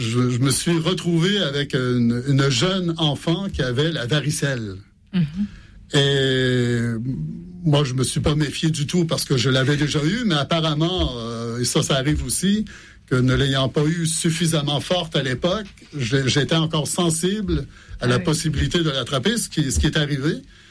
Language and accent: French; Montreal, Quebec, Canada; moved away as an adult; also born or lived in Rome; now in Fontenay, France; 2001 de quitter le Québec où j'étais en pastoral jeunesse dans l'archidiocèse de Montréal.